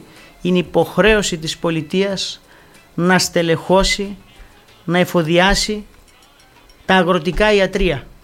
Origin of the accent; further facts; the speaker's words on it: Lagos, Eastern Macedonia and Thrace, Greece; ο πανέμορφο χωριό είναι το χωριό μου